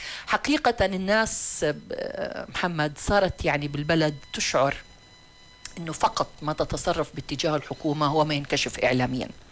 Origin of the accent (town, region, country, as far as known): Jordan